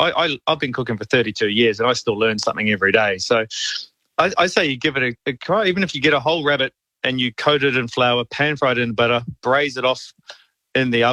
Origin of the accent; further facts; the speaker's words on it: Australia; or is it just me playing around and being an Aussie?